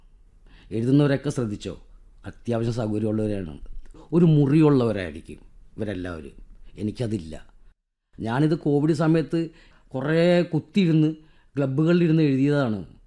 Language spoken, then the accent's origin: Malayalam; Kerala, India; നിങ്ങളെവിടെ നിന്ന് വരുന്നു? ഞാൻ പറഞ്ഞു, കേരള.